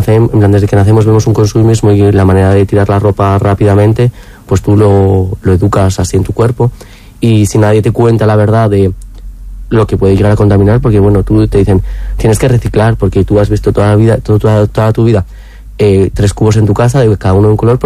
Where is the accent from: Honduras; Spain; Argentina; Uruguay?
Spain; a village in Burgos province, Castile and León; a mí venir a Burgos y que me reconozcan que soy del pueblo me encantaría